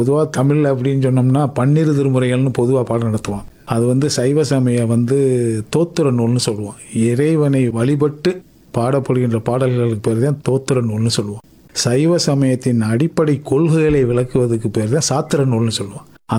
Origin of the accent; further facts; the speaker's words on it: Sholavandan, Tamil Nadu, India; என்னோட சொந்த ஊர் சோழவந்தான். என் கூட பிறந்தவங்க 7 பேர்.